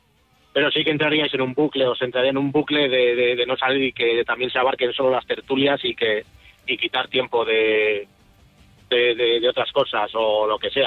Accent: Portugalete, Basque Country, Spain; me refiero a que yo soy de Portugalete

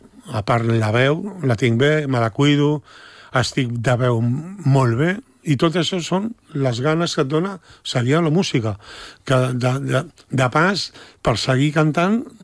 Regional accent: L'Hospitalet de Llobregat, Catalonia, Spain; Hospitalet, al meu barri

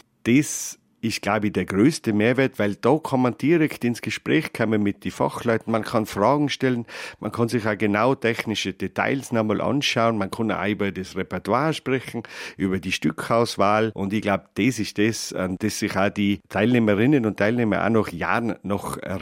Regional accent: Austria; oder auch bei uns in Österreich dann Gruppen hört, oder auf Bühnen sieht und man sich noch erinnern kann, die waren auch bei uns einmal in Innsbruck

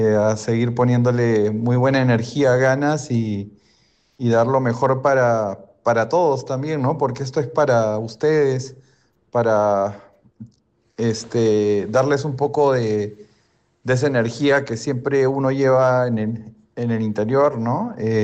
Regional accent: Peru; Teniendo también antepasados españoles y actualmente yo como artista peruano

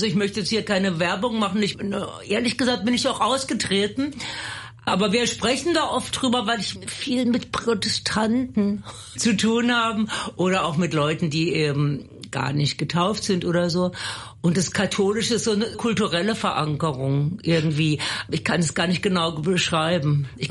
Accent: Baden-Württemberg, Germany; Ja, ich bin am Heiligen Drei Königstag geboren. Es war in Baden-Württemberg immer ein Feiertag

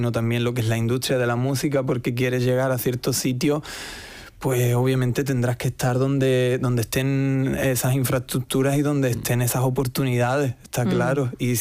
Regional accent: Benalup, Andalusia, Spain; also born or lived in Barcelona; Al final, yo es verdad que nací en Barcelona, pero con 5 años tuve la suerte de que mis padres tomaron la decisión de bajar a Benalup. Y bueno, pues Benalup es el origen de todo dentro de mi persona.

